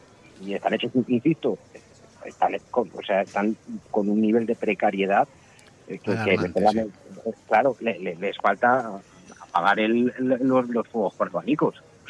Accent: Leganés, Community of Madrid, Spain; yo por ejemplo, que soy de Leganés

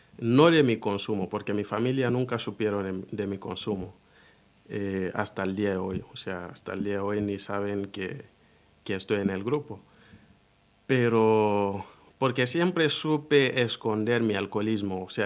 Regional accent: Guinea; O sea, yo en mi país consumí alcohol y la marihuana.

